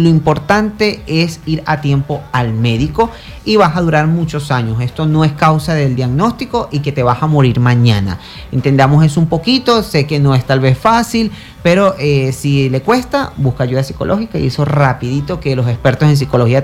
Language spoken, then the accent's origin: Spanish; Venezuela; como venezolanos nos apoyemos y nos queramos un poco.